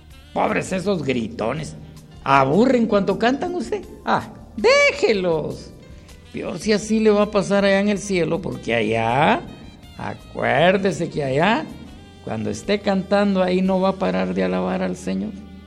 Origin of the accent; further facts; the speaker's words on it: Cuilco, Huehuetenango, Guatemala; mi pueblo Cuilco, esa mi tierra perla escondida, mi Cuilco hermoso.